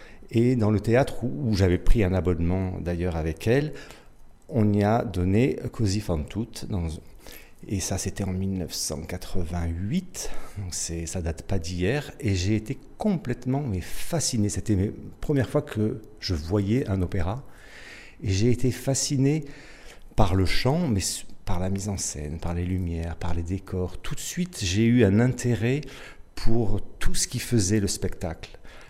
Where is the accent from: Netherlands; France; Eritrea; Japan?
France; Marseille, Provence-Alpes-Côte d'Azur; Alors je suis Marseillais et j'ai très vite été fasciné par l'opéra